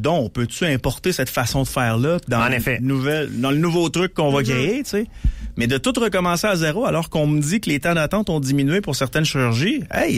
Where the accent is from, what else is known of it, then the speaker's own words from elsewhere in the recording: Quebec, Canada; en tant que Québécois